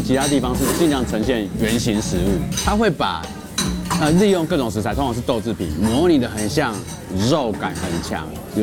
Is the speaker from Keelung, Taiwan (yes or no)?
no; Banqiao, New Taipei, Taiwan; born there